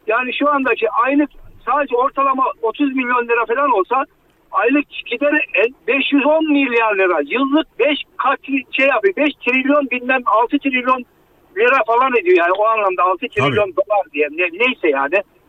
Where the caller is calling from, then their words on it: Ordu, Turkey; Ordu'dan arıyorum da.